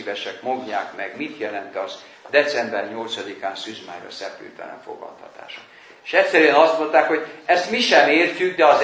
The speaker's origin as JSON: {"language": "Hungarian", "region": "Vojvodina", "country": "Serbia", "said": "Odahaza Vajdaságban"}